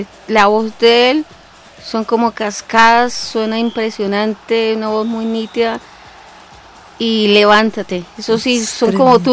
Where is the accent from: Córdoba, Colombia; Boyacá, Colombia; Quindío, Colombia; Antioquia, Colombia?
Boyacá, Colombia; Soracá; now in Madrid, Cundinamarca, Colombia; yo soy de Soraca, Boyacá, vivo, pero más de varios añitos en Madrid, Cundinamarca.